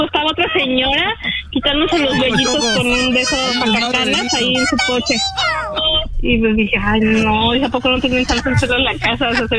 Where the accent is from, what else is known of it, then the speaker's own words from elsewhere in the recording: Mexico City, Mexico; Soy de la Ciudad de México. Nací exactamente en Tepito.